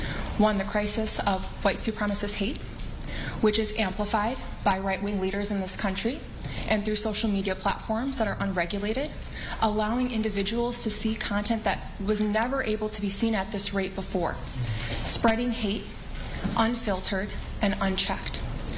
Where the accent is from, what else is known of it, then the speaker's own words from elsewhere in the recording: Palatine, Illinois, United States; But I'm originally from Palatine. That is where I was born and raised